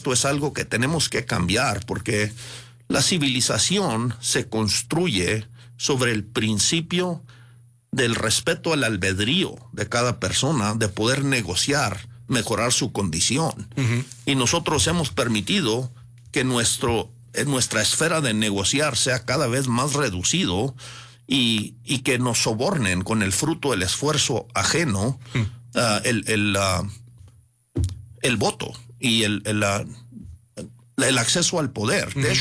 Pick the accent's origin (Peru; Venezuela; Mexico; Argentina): Mexico; Chihuahua; born there; Sí, pues yo nací en Chihuahua y pues realmente me considero un mexicano.